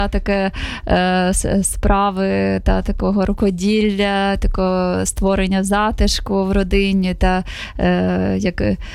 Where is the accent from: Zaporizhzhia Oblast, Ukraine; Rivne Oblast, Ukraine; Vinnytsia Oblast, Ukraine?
Zaporizhzhia Oblast, Ukraine; Zaporizhzhia; в моєму рідному місті в Запоріжжі